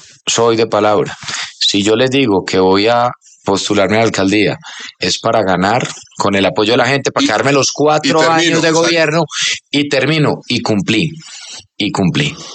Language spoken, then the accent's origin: Spanish; Colombia; tenemos las herramientas para salir adelante como colombianos.